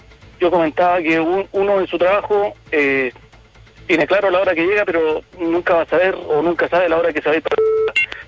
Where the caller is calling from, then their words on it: Mulchén, Biobío, Chile; por lo menos yo vengo de Mulchen